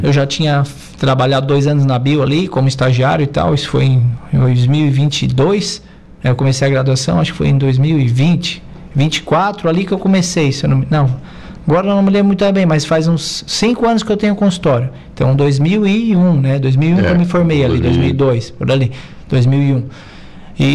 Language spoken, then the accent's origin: Portuguese; Araranguá, Santa Catarina, Brazil; Então, me criei aqui em Araranguá, né? Sou ali do Mato Alto e nascido no Bom Pastor, aqui pertinho da rádio, né? Então, araranguaense raiz.